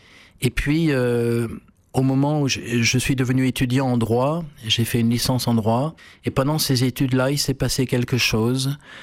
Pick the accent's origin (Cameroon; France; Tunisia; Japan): France; Bordeaux, Nouvelle-Aquitaine; born there; je suis né à Bordeaux, dans la région de Bordeaux, d'une famille catholique pratiquante.